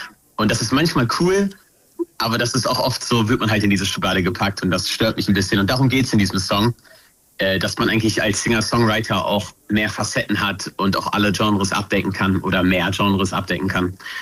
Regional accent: Hameln, Lower Saxony, Germany; weil ich komme ja aus Hameln

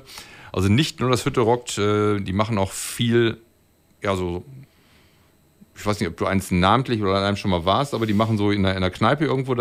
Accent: Emsdetten, North Rhine-Westphalia, Germany; Ich komme selber aus Emstetten, wir haben auch ein Umsonst- und Draußen-Festival.

